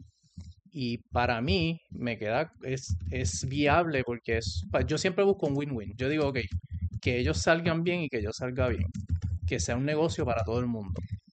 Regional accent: Cayey, Puerto Rico; moved away as an adult; also born or lived in Mayagüez, Puerto Rico / United States; soy de Cayey, Puerto Rico, nacido y criado. Estudié ahí hasta high school, después me fui al colegio de Mayagüez, donde estudié ingeniería química.

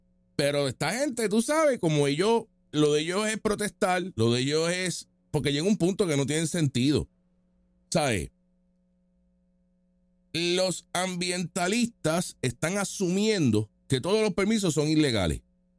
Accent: Puerto Rico; O sea que yo como puertorriqueño no tengo derecho a tener una casa.

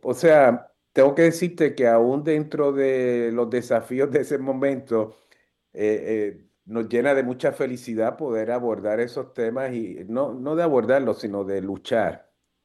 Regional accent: Adjuntas, Puerto Rico; por esa crianza, por esa juventud, por ese desarrollo allá en mi pueblo de Adjuntas.

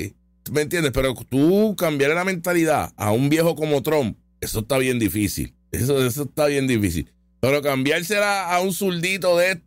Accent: Puerto Rico; yo puedo ser puertorriqueño y ciudadano americano a la vez. Tengo mi cultura boricua, pero soy gringo ante un chino.

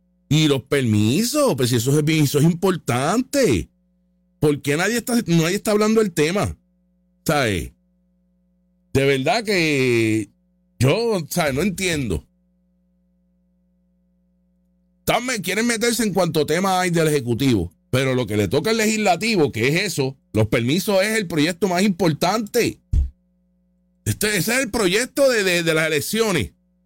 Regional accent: Aibonito, Puerto Rico; born there; Yo nací en Ay Bonito, el pueblo de las flores y el frío bendito.

